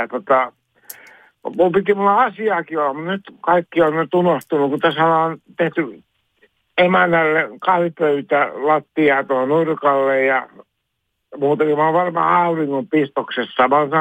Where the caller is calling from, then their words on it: Espoo, Uusimaa, Finland; olemme ihan Espoosta kotosi, että nyt kun ollaan täällä mökillä, viileässä paikassa Kylmäkoskella